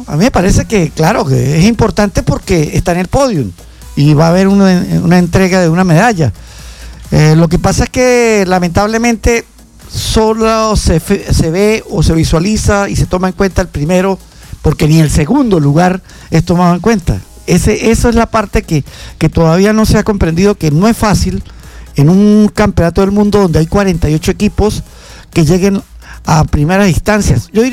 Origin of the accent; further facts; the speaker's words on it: Venezuela; a mí particularmente, siendo venezolano